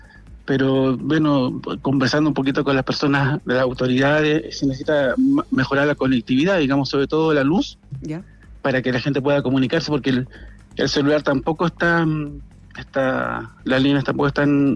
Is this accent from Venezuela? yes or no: no; Coquimbo, Chile; Llevo 3 años, pero soy de aquí, soy del Valle del Quillo. Y, pero he estado aquí en muchas partes, he estado en Comorbalá, he estado en Montepatria, así que más o menos conozco.